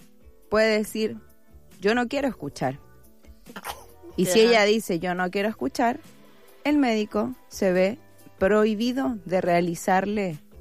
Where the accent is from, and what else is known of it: Chile; moved away